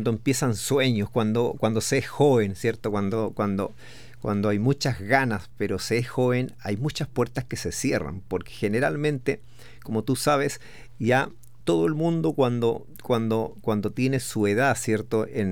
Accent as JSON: {"language": "Spanish", "town": "Linares", "region": "Maule", "country": "Chile", "said": "Nosotros somos de Linares, de una ciudad linda, preciosa, ¿ya? Y que cada vez está quedando mejor."}